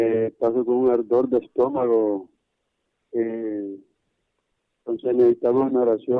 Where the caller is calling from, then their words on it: Masaguara, Intibucá, Honduras; De aquí de la comunidad del Guayabal, Mazaguara, Intibucá.